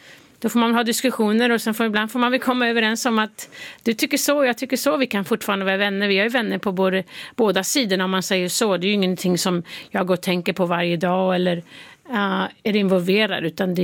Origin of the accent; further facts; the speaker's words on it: Sweden; now in United States; Ja, jag är fortfarande svensk medborgare. Det måste jag ta dem. Barnen är ju svensk medborgare också, så jag försöker hålla den kontakten.